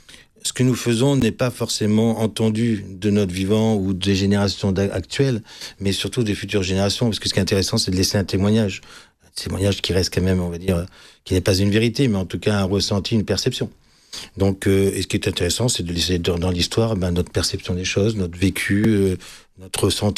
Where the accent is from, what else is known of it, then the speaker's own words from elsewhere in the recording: Mandelieu-la-Napoule, Provence-Alpes-Côte d'Azur, France; also born or lived in Cannes; je suis de Mandelieu à la base. Alors j'ai deux villes de cœur, Mandelieu et Cannes, parce que Mandelieu, c'est là où j'ai vécu mon enfance, où j'ai vécu.